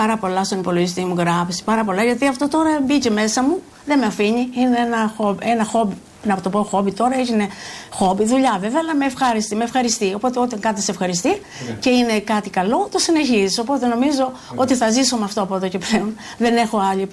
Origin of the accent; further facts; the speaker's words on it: Ziros, Crete, Greece; moved away as an adult; από τα μικρά μου μέχρι 22 χρόνια που έφυγε από το χωριό μου τη Ζήρου